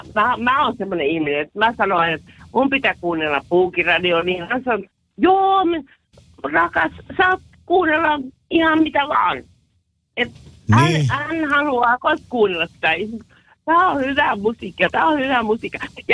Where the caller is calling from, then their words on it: Sweden; Mä olen ruotsalainen